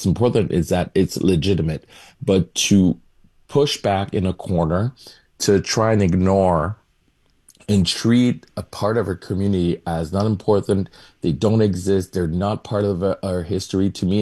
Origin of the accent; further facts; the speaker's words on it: Montreal, Quebec, Canada; first language French; English is a second language; I'm francophone. You can hear it. Grew up in Montreal, Haitian descent. French is my first language. It will always be.